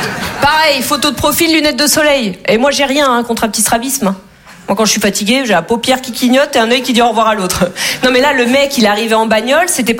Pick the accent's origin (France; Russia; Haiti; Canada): Russia; Oh, j'ai dit, bon, non, moi, je suis russe, ça me dérange pas.